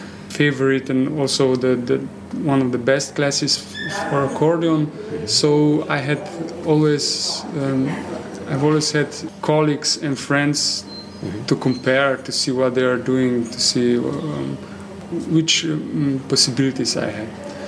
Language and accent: English; Slovenske Konjice, Slovenia; moved away; also born or lived in Maribor / Trossingen, Germany; I came from Slovenské Konice, and Maribor is the nearest music gymnasium for accordion.